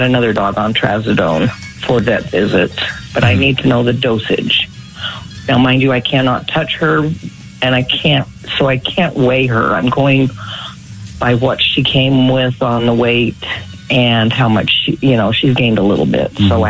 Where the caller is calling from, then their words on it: West Jordan, Utah, United States; West Jordan.